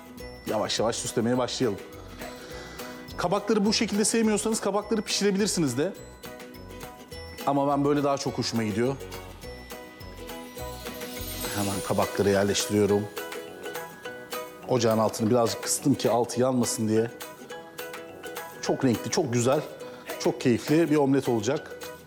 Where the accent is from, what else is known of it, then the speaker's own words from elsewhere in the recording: Pozantı, Adana, Turkey; Ben biliyorsunuz Adanalıyım ama Adana'nın Pozantı ilçesinde büyüdüm. Pozantı böyle Toros Dağları'nın eteklerinde olan bir yer. O yüzden kış ayları birazcık daha sert geçer.